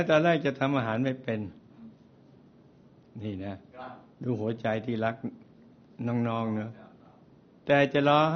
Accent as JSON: {"language": "Thai", "town": "Min Buri", "region": "Bangkok", "country": "Thailand", "tie": "born or raised there", "said": "มีนบุรีกรุงเทพมหานครนี่นะเจ้าผมเติบโตมาในครอบครัวทำมาหากินกับพืชพันธุ์ที่เกิดขึ้นเป็นครั้งแรกของโลกนี่จ้ะ"}